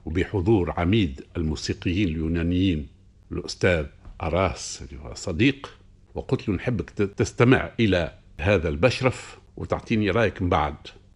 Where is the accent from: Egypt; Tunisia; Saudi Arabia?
Tunisia; عندنا في تونس